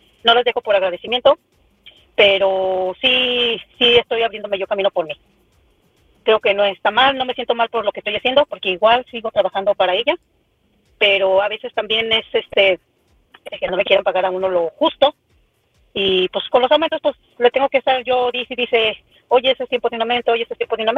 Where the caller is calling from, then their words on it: Minnesota, United States; Les hablo desde Minnesota.